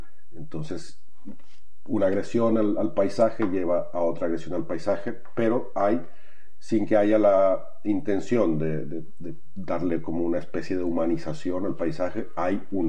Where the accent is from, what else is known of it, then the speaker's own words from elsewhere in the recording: Culiacán, Sinaloa, Mexico; Culiacán, que es la ciudad donde yo nací y crecí